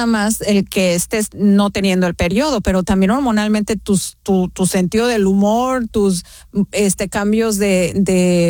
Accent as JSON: {"language": "Spanish", "country": "Mexico", "lives_now": "Massachusetts, United States", "said": "Yo siendo mexicana, recuerdo el haber ido a mis doctores, el ginecólogo."}